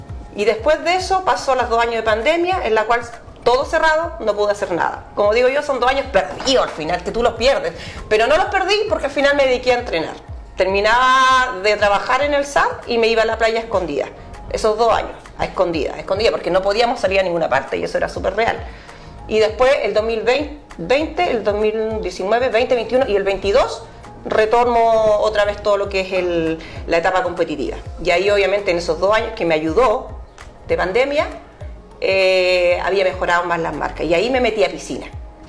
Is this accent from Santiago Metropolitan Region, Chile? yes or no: no; Tomé, Biobío, Chile; Yo nací acá en Tomé el 11 de diciembre de 1974. Ahí nací.